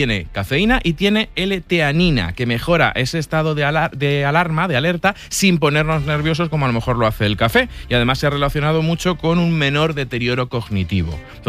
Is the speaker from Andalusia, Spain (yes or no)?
no; Castilla-La Mancha, Spain